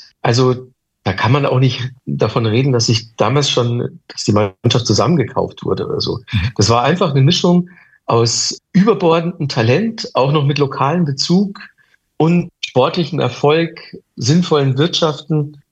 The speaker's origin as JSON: {"language": "German", "town": "Manching", "region": "Bavaria", "country": "Germany", "tie": "born or raised there"}